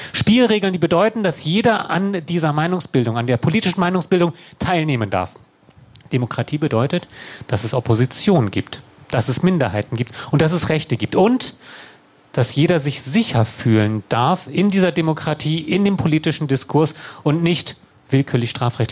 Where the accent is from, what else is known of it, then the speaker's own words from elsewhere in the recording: South Korea; now in Germany; Ich bin Deutscher. Ich war mal Koreaner. Ich bin deutscher Staatsbürger. Keine Doppelstaatsbürgerschaft gibt's.